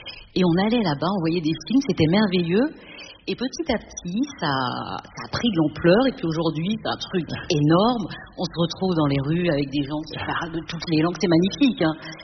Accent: Annecy, Auvergne-Rhône-Alpes, France; Ça réveille beaucoup de choses en moi, parce que moi, je suis d'Annecy.

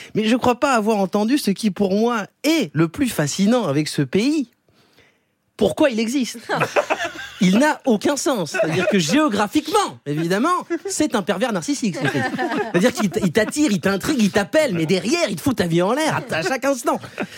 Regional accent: Vaulx-en-Velin, Auvergne-Rhône-Alpes, France; born there; je suis né à Vaux-en-Velin. L'escape game, il a commencé à ma naissance. J'y suis encore.

